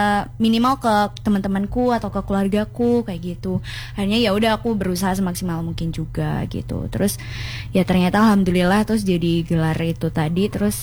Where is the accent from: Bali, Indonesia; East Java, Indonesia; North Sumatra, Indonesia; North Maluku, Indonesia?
East Java, Indonesia; Gondanglegi; Dan aku tuh anak aku dari kecamatan yang namanya itu Kecamatan Gondanglegi.